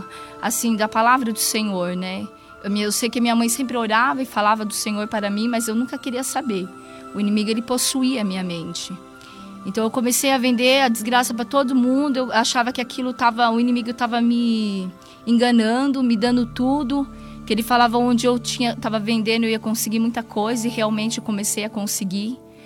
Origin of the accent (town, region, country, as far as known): Bom Jesus dos Perdões, São Paulo, Brazil